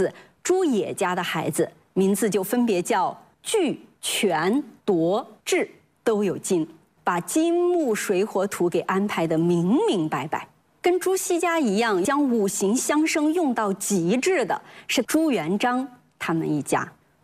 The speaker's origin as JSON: {"language": "Chinese", "country": "China"}